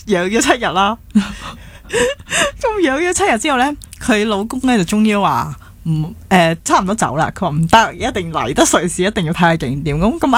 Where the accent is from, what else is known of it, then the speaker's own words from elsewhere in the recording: Hong Kong; 咁作为香港人，我系想象唔到。